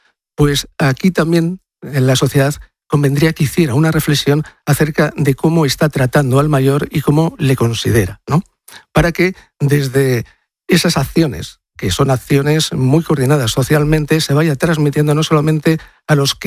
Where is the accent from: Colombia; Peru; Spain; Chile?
Spain; Madrid, Community of Madrid; Yo soy del pueblo de Madrid.